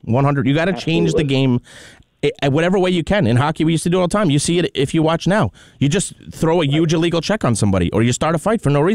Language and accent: English; England, United Kingdom; I'm English.